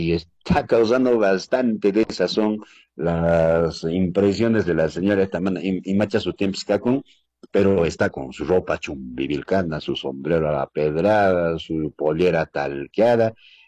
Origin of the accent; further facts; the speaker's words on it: Sicuani, Cusco, Peru; moved away; por mi tierra linda allá en la ciudad de Sicuani